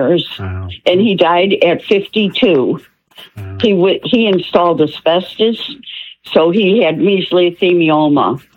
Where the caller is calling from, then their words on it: Sun City Center, Florida, United States; I'm calling right from Sun City Center.